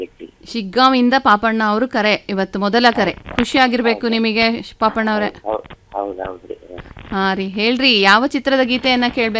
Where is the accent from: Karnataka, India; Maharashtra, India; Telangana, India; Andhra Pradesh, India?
Karnataka, India; Hubballi; ನಮ್ಮೂರು ಹುಬ್ಳಿ ರೀ.